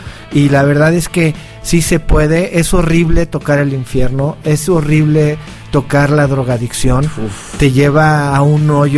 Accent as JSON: {"language": "Spanish", "country": "Mexico", "said": "somos una gran raza, somos mexicanos"}